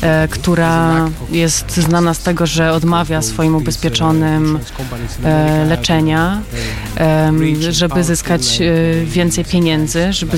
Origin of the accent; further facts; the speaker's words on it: Greece; Polish is a second language; now in Poland; bo no, pochodzę z Grecji i w Grecji jest duży problem ze sprawiedliwością w instytucjach państwowych